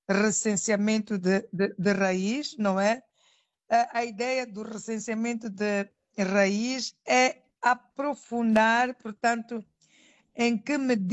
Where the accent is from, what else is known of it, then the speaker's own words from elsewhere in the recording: Mozambique; é uma mensagem que toca a todos nós enquanto moçambicanos.